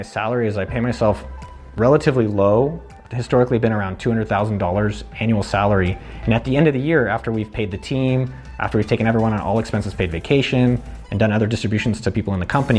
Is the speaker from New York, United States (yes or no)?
no; San Jose, California, United States; I grew up in San Jose, California. My father was an immigrant from Israel, didn't speak English.